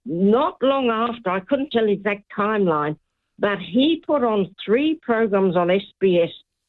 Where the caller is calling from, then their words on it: Melbourne, Victoria, Australia; I'm from Melbourne.